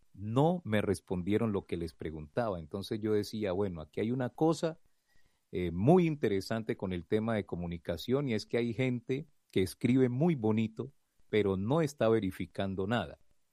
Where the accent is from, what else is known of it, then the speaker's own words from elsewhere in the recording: Colombia; nosotros, como colombianos